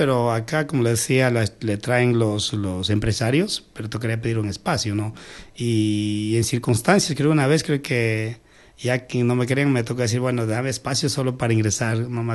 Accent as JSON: {"language": "Spanish", "town": "Sevilla Don Bosco", "region": "Morona Santiago", "country": "Ecuador", "said": "yo soy de Sevilla"}